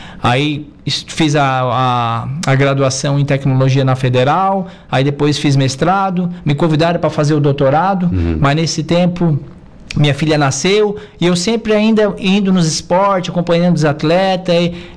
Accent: Araranguá, Santa Catarina, Brazil; Então, me criei aqui em Araranguá, né? Sou ali do Mato Alto e nascido no Bom Pastor, aqui pertinho da rádio, né? Então, araranguaense raiz.

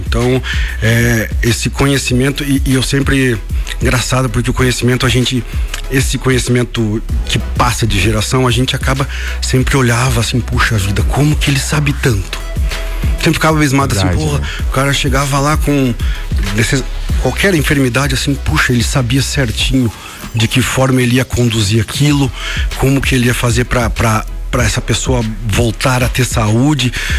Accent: Lages, Santa Catarina, Brazil; Eu sou natural aqui de Lages mesmo, então a gente é dessa terra aqui.

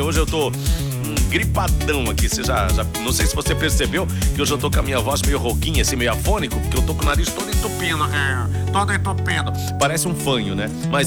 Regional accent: Brazil; nós somos brasileiros, somos fortes e não desistimos nunca.

